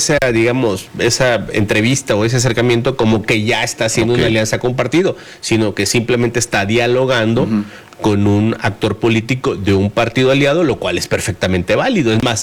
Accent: Minatitlán, Veracruz, Mexico; La mejor comida del mundo está ahí en mi pueblo, en Minatitlán.

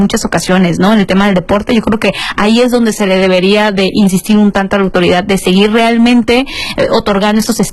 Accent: Mexico; este orgullo que debemos de sentir como mexicanos.

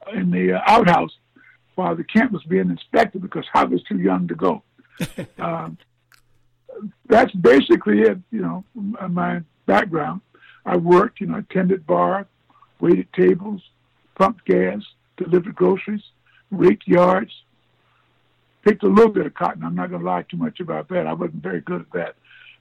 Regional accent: Statesboro, Georgia, United States; also born or lived in Tignall, Georgia; now in Minneapolis, United States; So that's where I was born. I was raised in South Georgia, in a place called Statesboro, Georgia, and Bullock County, which is down near Savannah.

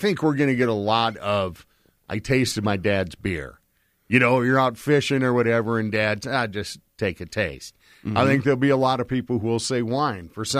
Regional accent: North Dakota, United States; We always said, we're from North Dakota.

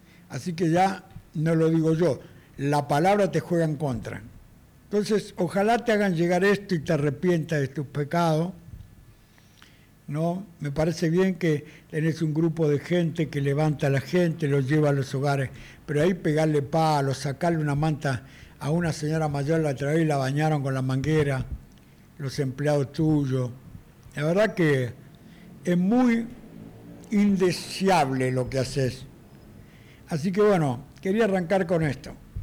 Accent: Loma del Mirador, Buenos Aires Province, Argentina; nosotros venimos de la provincia, somos de Loma del Mirador, La Matanza, allí tenemos la iglesia, y acá estamos en Recoleta

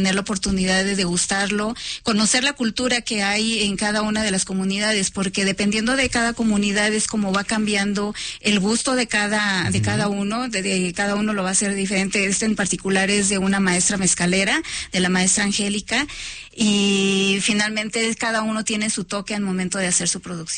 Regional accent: Mexico; Y es conservar como mexicanos esta parte de que pues el mezcal nos dé a conocer en otros lados

